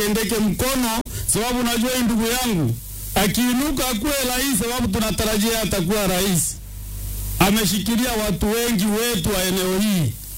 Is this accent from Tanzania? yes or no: no; Meru County, Kenya; born there; vile nimezaliwa Imenti.